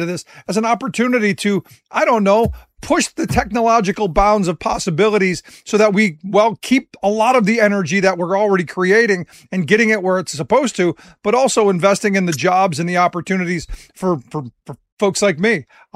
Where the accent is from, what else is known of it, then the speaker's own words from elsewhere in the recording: Cleveland, Ohio, United States; I hate to cut you off, but I grew up in Cleveland.